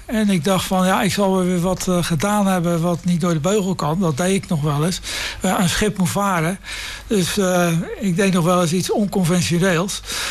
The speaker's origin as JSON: {"language": "Dutch", "town": "Vlaardingen", "region": "South Holland", "country": "Netherlands", "tie": "born or raised there", "also_born_or_lived": "Singapore", "said": "Vlaardingen, want ja, dat is toch dus dat waar ik vandaan kom."}